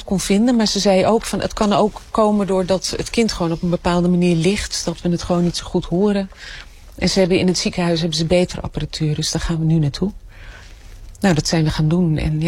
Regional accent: Egmond, North Holland, Netherlands; born there; moved away as an adult; En in het weekend ging ik terug naar Egmond, mijn geboorteplaats.

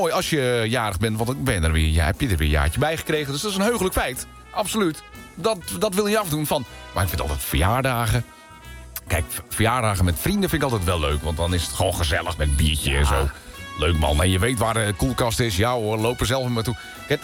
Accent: Friesland, Netherlands; Die hebben dan net iets meer dan bij ons in Friesland.

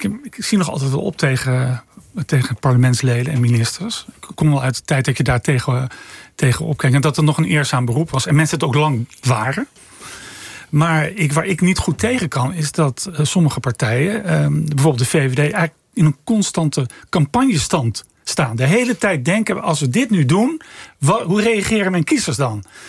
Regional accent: Haarlem, North Holland, Netherlands; born there; Haarlem. Mijn geboortestad.

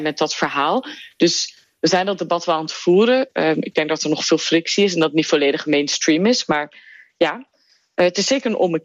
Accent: Netherlands; now in Belgium; Ik ben opgegroeid in Nederland en dus dan is dat wel gemakkelijk of zo.

